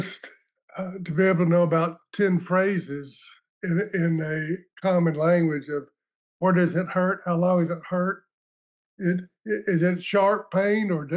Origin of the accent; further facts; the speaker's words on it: North Carolina, United States; I'm from North Carolina